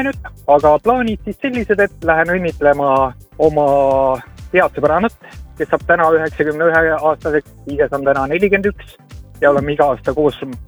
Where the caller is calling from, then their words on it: Finland